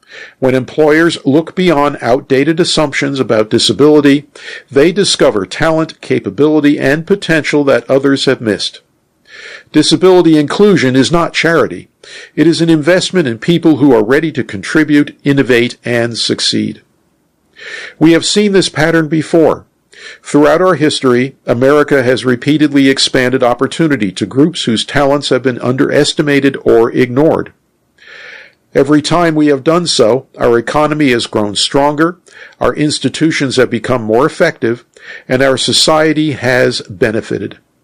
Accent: India; born there; I was born in India.

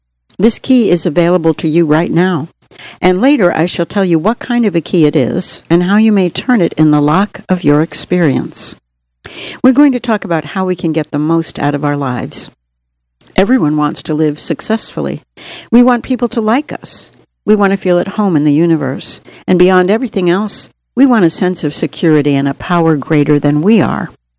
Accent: Namibia; Growing up in Namibia

